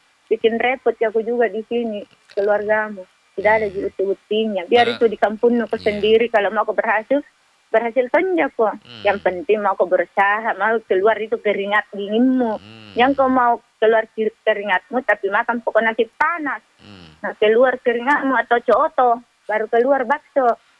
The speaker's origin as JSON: {"language": "Indonesian", "region": "South Sulawesi", "country": "Indonesia", "said": "Kalau kita orang Bugis Makassar pergi merantau, yang lebih besar di gengsinya."}